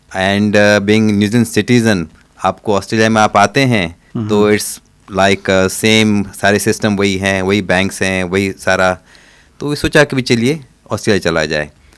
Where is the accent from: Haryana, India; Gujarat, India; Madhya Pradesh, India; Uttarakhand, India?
Gujarat, India; now in Sydney, Australia; They are from Punjab, लेकिन मेरे को पंजाब रहने का कभी मौका नहीं मिला, हमेशा गुजरात में रहें because they move to Gujarat before I was born, they came to Gujarat over 65 years ago.